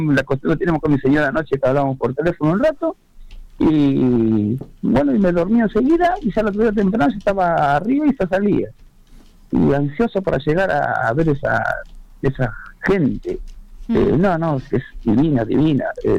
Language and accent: Spanish; Argentina